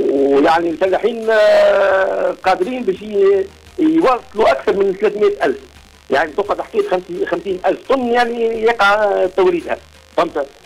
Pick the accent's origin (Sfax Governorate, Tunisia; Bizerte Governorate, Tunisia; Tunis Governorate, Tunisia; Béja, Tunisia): Bizerte Governorate, Tunisia; المشاكل اللي عندنا في بنزرت